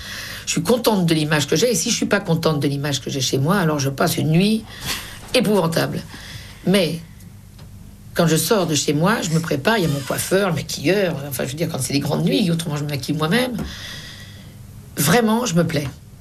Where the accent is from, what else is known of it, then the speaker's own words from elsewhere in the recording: Paris, Île-de-France, France; Je venais de Belleville, du café de mon père.